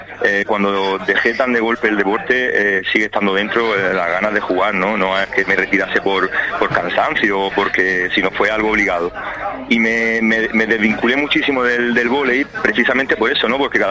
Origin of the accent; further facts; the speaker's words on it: Málaga, Andalusia, Spain; estoy muy contento de volver al club de mi tierra y de mi vida, vamos.